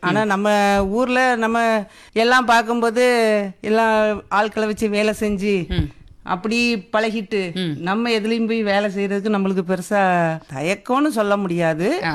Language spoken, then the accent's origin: Tamil; Vazhavallan, Tamil Nadu, India; Vazhavallan.